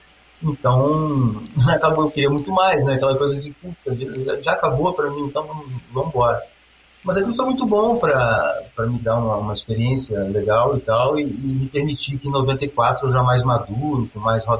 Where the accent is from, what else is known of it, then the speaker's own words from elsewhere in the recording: Brazil; e eu, como brasileiro, também, felizaço da vida de novamente